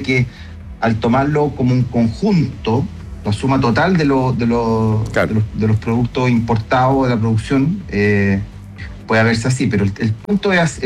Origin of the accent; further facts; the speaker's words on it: Chile; Entonces, al final, los chilenos somos dueños de ENAP